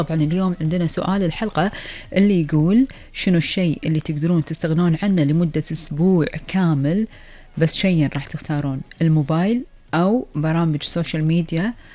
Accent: Kuwait; عندنا فقرة أخبار الديرة اللي راح نتكلم عن آخر أخبار ديرتنا الحبيبة الكويت وآخر المستجدات.

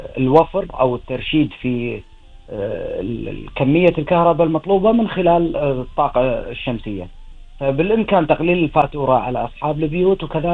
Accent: Kuwait; خدمة ديرتنا وخدمة إخواننا الكويتيين وربعنا وأهلنا

